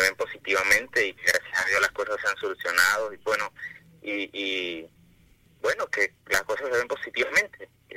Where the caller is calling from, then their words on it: Calobre, Veraguas, Panama; De Calobre.